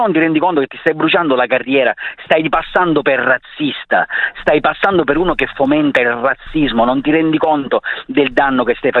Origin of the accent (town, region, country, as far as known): Syracuse, Sicily, Italy